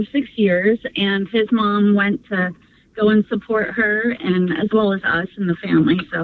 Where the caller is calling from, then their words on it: Rochester, New Hampshire, United States; I'm from Rochester, but currently driving to Portsmouth.